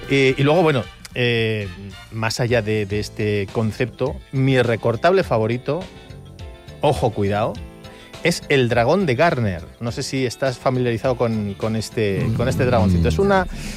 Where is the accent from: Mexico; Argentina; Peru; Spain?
Spain